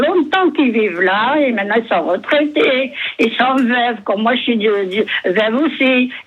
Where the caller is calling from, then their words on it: Avignon, Provence-Alpes-Côte d'Azur, France; Moi, à Avignon, j'habite il y a longtemps. Je suis d'Avignon. Et la rue Rateau, moi, je ne suis pas rue des Teinturiers, mais on fait partie de la rue des Teinturiers.